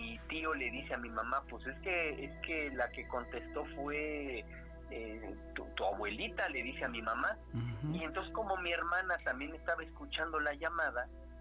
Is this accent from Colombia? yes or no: no; Mexico City, Mexico; De la Ciudad de México.